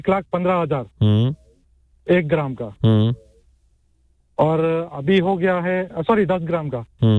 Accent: Gujrat, Punjab, Pakistan; میں گجرات سے ہوں.

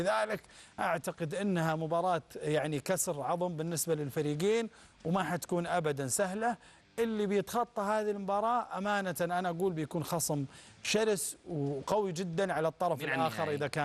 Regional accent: Saudi Arabia; إحنا كسعوديين

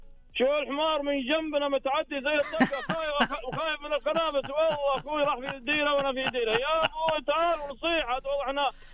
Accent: Makkah Province, Saudi Arabia; now in Medina, Saudi Arabia; هذا احنا بعد الطائف قريتنا.

